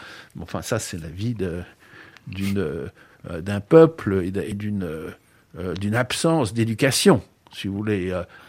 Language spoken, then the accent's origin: French; Corsica, France; moved away; Et si j'ai quitté la Corse, c'est quand même pour cette raison.